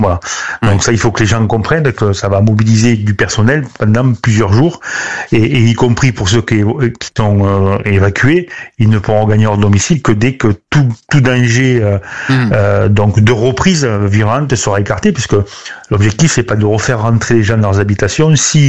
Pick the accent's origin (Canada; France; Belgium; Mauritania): France; Occitanie; Moi, par exemple, de mon département, moi je suis de l'Hérault, on a fourni une colonne de renforts.